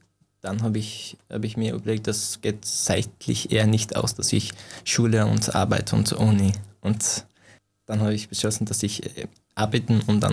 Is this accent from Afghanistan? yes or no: yes; Afghanistan; German is a second language; now in Austria; Natürlich, jetzt sage ich, okay, Österreich. Aber ich sehe mich nicht so, natürlich, ich komme ursprünglich aus Afghanistan, aber ich fühle mich nicht so richtig in Afghanen.